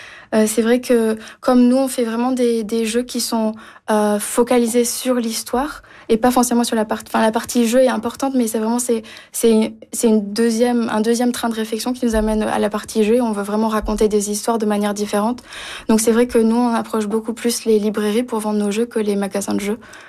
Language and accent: French; Toulouse, Occitanie, France; born or raised there